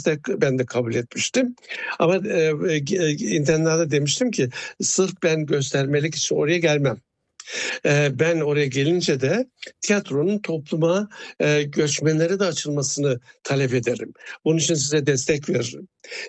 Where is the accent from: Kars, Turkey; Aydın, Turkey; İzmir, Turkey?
Kars, Turkey; Sarıkamış; moved away as an adult; also born or lived in Ankara / Istanbul / Bremen; Tabii şimdi ben Kars doğumluyum. Gerçekten yani işte ortaokulda Sarıkamış'ta okudum. Ondan sonra Ankara, İstanbul'da lise ve üniversite eğitimlerine başladım. Üniversiteyi Bremen'de bitirdim.